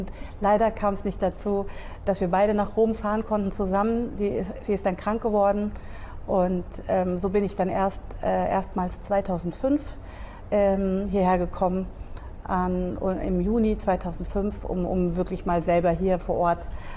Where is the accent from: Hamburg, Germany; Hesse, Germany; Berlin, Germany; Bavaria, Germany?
Hesse, Germany; Dreieich; moved away as an adult; now in Vatican City; Ich komme aus Frankfurt, aus einem Vorort von Frankfurt, Dreieich. Dort bin ich aufgewachsen, geboren, habe meine Schulausbildung gemacht